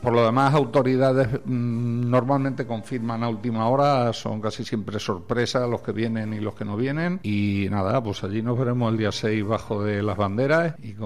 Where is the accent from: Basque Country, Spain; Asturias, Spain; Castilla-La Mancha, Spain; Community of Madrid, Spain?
Castilla-La Mancha, Spain; Caudete